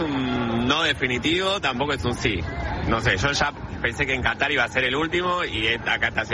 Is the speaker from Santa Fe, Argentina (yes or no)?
no; Buenos Aires, Argentina; De Buenos Aires, sí.